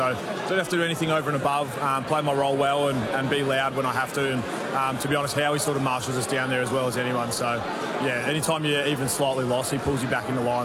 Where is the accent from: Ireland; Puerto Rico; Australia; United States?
Australia; Fremantle, Western Australia; now in Melbourne, Australia; Yeah, I'm definitely a WA boy at heart. All my family's there. My missus' family's there. We're from Freo, so that's always going to be in my heart. But I have really loved moving to Melbourne.